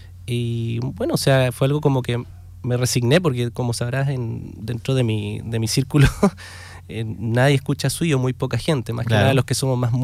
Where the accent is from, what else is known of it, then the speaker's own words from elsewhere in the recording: Valparaíso, Chile; moved away; yo soy de Valparaíso, no ubico mucho las calles.